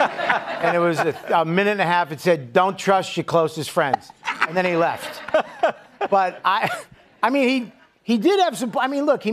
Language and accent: English; Boston, Massachusetts, United States; Aggravates me, first of all, I'm from Boston.